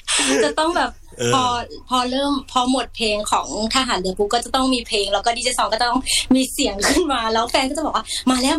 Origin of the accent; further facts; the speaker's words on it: Samut Songkhram, Thailand; ใช่ค่ะสมุทรสงครามค่ะ